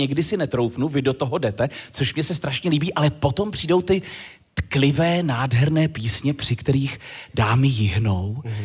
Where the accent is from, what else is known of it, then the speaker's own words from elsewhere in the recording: Sokolov, Karlovy Vary Region, Czechia; Ještě, že jsem ze Sokolova.